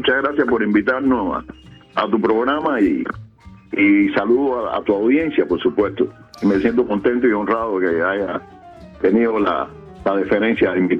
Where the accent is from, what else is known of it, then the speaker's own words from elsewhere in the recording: Cuba; born there; Y en general yo estoy muy orgulloso de haber nacido en mi país, y de haber luchado durante tantos años para preservar la cultura de mi país